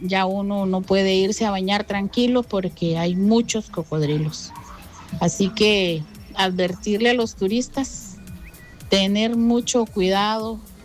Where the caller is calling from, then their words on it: Guanacaste, Costa Rica; Soy de Guanacaste